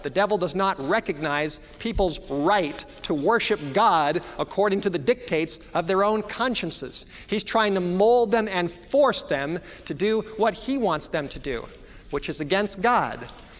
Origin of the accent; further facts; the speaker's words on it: United States; I enjoy the freedom that we have here, and other countries, other parts of the world have never had the kind of freedom that we have here in America.